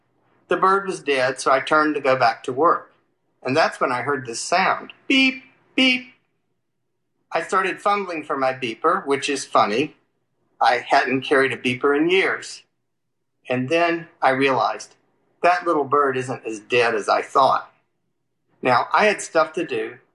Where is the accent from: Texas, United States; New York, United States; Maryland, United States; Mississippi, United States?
Texas, United States; Houston; I'm from Houston, Texas. I'm retired now, but until recently, I was professor of behavioral science at the University of Texas MD Anderson Cancer Center.